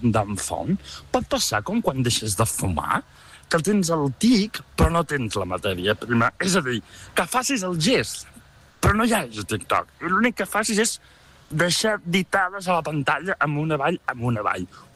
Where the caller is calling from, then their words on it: Vilafranca del Penedès, Catalonia, Spain; de Vilafranca